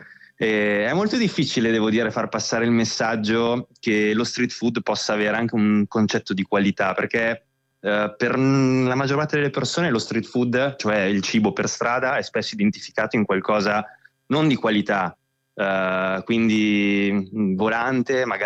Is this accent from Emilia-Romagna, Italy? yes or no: yes; Piacenza, Emilia-Romagna, Italy; now in Milan, Italy; io non sono di Milano, sono di Piacenza